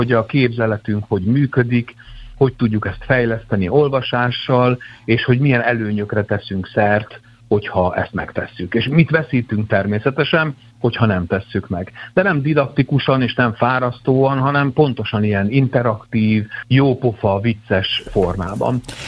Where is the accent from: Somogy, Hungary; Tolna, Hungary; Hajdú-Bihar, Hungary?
Somogy, Hungary; Kaposvár; also born or lived in Szolnok / Pécs / Budapest; én Szolnokon születtem, de Kaposváron nőttem fel, éltem Pécsen, Pesten, rengeteg helyen